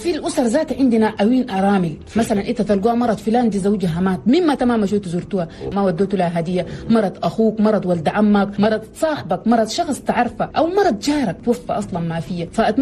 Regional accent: Chad; بس نحن كمجتمع تشادي مجتمع رحيم. في كثير من الأسرة التشادية تلقى واحد عنده أخوه ما بخلي

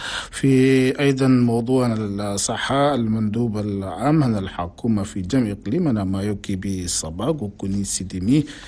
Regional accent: Chad; نظرا لانتشارنا مرة الكوليرا في وقتنا الأخير ده في بعض من المناطق هنا بلدنا تشاد

